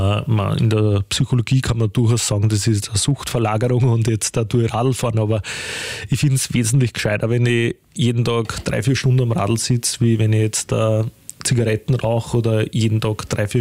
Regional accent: Geiselberg, Lower Austria, Austria; now in Wolkersdorf, Austria; oft in meine alte Heimat, weil ich komme aus Geiselberg bei Zistersdorf.

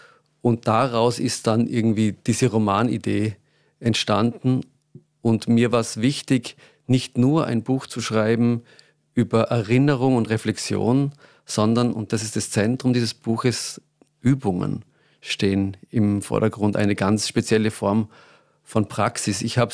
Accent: Austria; Wenn ich das als Österreicher schreibe, hat das auch etwas Politisches.

